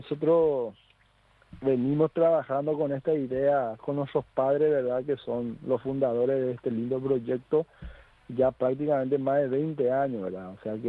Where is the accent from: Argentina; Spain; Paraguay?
Paraguay; yo diría también a todo lo que son nuestra cultura, tradiciones como paraguayo